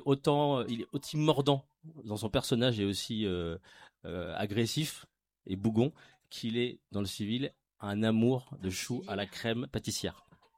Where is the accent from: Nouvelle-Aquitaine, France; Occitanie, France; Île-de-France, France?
Île-de-France, France; moi, je viens de Paris, la région parisienne.